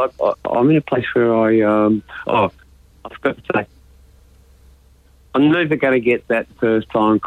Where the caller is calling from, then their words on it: Queensland, Australia; I'm calling from Queensland.